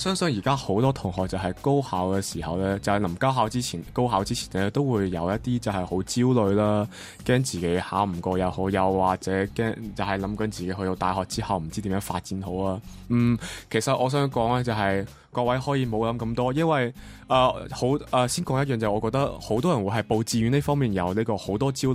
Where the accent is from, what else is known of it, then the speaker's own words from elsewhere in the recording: Macau; 我是来自中国澳门的